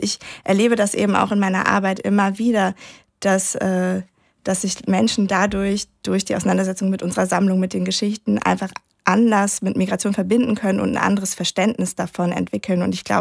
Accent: Cologne, North Rhine-Westphalia, Germany; born there; Also ich bin tatsächlich Kölnerin, ich bin in Köln geboren. Mein Vater kommt aus dem Tschad, der ist in den 70er Jahren nach Deutschland gekommen, weil er vor dem Bürgerkrieg dort geflohen ist.

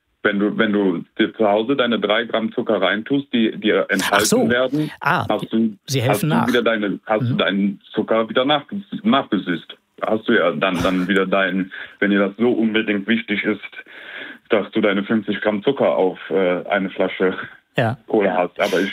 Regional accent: Eschweiler, North Rhine-Westphalia, Germany; nicht Herr Eschweiler. Ich komme nur aus Eschweiler.

